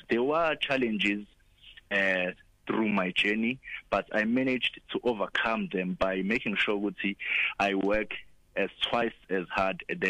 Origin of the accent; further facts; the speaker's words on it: Pietermaritzburg, KwaZulu-Natal, South Africa; born and bred in Pietermaritzburg, in the Wenasemaqongo.